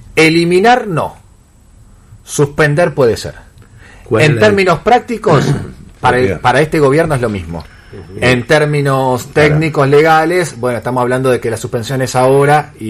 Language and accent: Spanish; Argentina